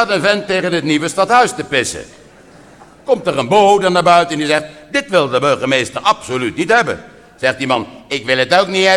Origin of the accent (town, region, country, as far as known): The Hague, South Holland, Netherlands